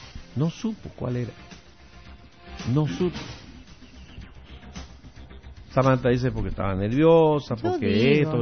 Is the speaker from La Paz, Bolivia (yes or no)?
no; Santa Cruz, Bolivia; Yo reivindico, por supuesto, la cultura cruceña, como cruceño.